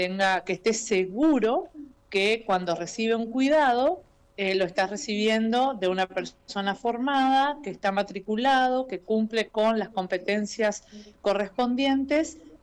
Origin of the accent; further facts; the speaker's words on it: Puerto San Julián, Santa Cruz, Argentina; Nosotras somos de Puerto San Julián